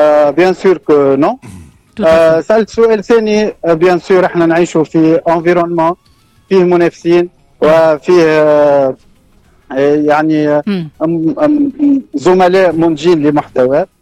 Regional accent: Tunisia; جينا من تونس كمصدرين للتكنولوجيا

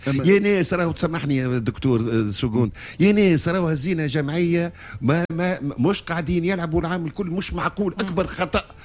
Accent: Tunisia; انا مثلا تونسي

